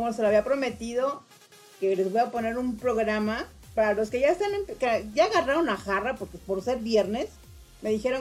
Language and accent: Spanish; Sinaloa, Mexico; born there; moved away; de allá de mi tierra natal